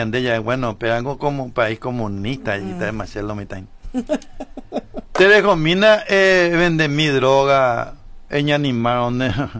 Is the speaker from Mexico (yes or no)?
no; Paraguay; lo que tenemos que atacar como paraguayos, todos